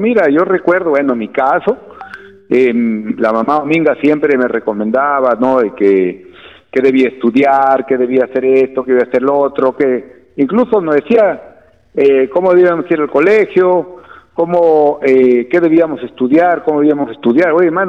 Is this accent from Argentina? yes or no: no; San Cristóbal, Lambayeque, Peru; born there; Y bueno, yo nací en este hermoso lugar.